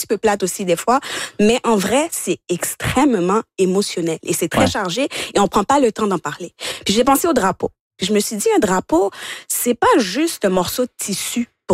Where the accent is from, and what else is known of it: Montreal, Quebec, Canada; born there